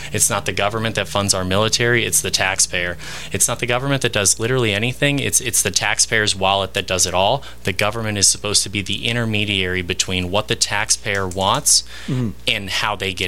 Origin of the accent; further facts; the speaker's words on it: Dallas, Texas, United States; now in Harrison, United States; growing up in Dallas, and, you know, spending all my summers here, visiting my grandparents, every single year of my life, you know, I would get dropped off here with my siblings when we got out for summer break.